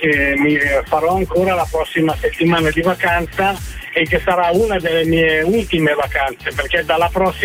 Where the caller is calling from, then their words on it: Varese, Lombardy, Italy; io sono di Varese, anche se però sono a spasso in montagna, in questo momento sono in Val Camonica